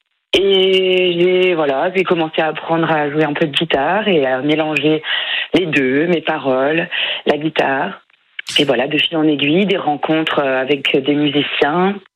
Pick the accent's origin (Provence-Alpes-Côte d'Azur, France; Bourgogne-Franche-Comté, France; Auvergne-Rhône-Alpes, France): Bourgogne-Franche-Comté, France; Dijon; born there; now in Sens, France; Je suis née à Dijon.